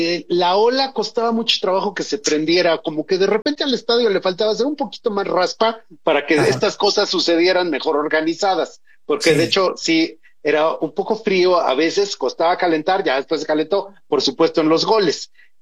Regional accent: Mexico; hasta nuestra capacidad como mexicanos de hacer escándalo está limitado al grito, el entusiasmo y el canto

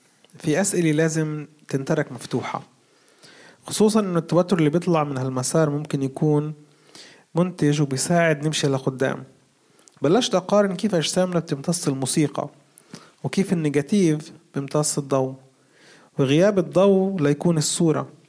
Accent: Palestine; واحد من أكبر تحدياتنا كفلسطينيين هو إنه عم نتبعثر من أكثر من 100 سنة عم نتبعثر.

